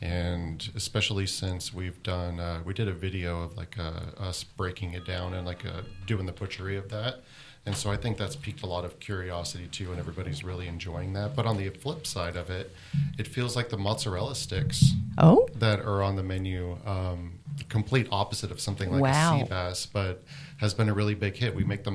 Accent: Las Vegas, Nevada, United States; So I think growing up in Las Vegas, my whole family worked in the industry as well, and on the gaming side in the casinos.

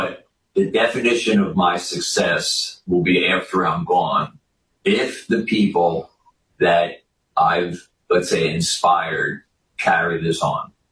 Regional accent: Philadelphia, Pennsylvania, United States; I'm from the Philadelphia area.

